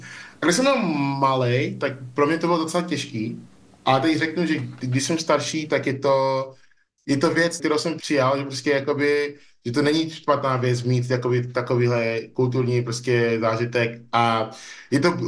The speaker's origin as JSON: {"language": "Czech", "country": "Nigeria", "lives_now": "Czech Republic", "said": "protože jsem vždycky cítil, že nejenom, že jsem z Nigérie a člověk z Nigérie žije v České republice"}